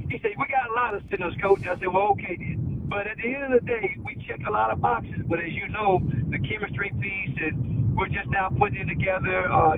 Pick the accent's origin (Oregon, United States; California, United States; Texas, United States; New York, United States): Texas, United States; Waco; born or raised there; moved away as an adult; now in Morgantown, United States